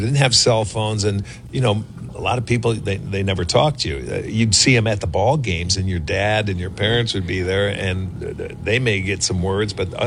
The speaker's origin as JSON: {"language": "English", "region": "New York", "country": "United States", "said": "but I'm from New York."}